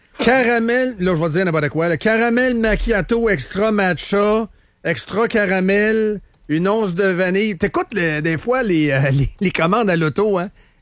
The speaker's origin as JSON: {"language": "French", "town": "Shawinigan", "region": "Quebec", "country": "Canada", "said": "Je viens de Shawinigan, mais vous autres, vous êtes"}